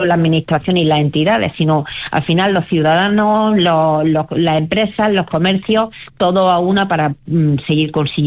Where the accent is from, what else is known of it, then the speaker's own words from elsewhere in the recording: Granada, Andalusia, Spain; los primeros que tenemos que conocerlo somos los granadinos.